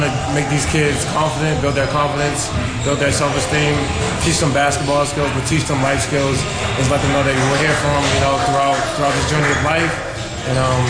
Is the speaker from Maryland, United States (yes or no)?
yes; Baltimore, Maryland, United States; moved away; As a kid growing up in Baltimore, I was in a lot of these camps. A lot of people give back to me, so it's only right for me to give back to the community that I'm from.